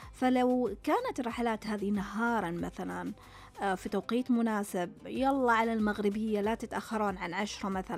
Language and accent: Arabic; Saudi Arabia; عندنا في السعودية